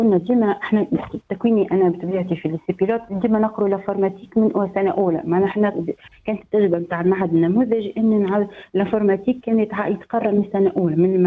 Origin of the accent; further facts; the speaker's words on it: Lala, Gafsa Governorate, Tunisia; قريت جزء من حياتي قريت فيها